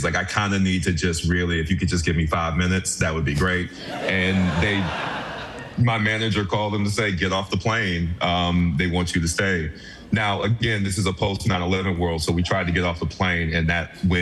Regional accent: New York, United States; I was from New York, so they flew me to L.A. to do a screen test.

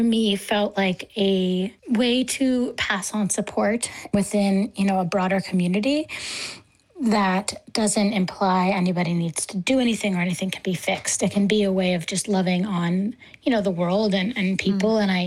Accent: East Coast, United States; I'm from the East Coast

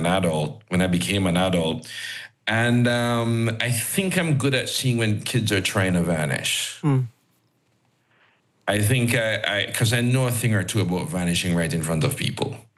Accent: Jamaica; I'm a Jamaican, I don't need to check anyth

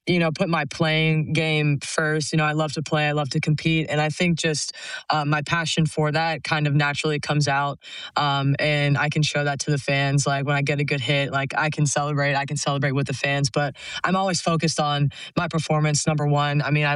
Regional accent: Atlanta, Georgia, United States; born or raised there

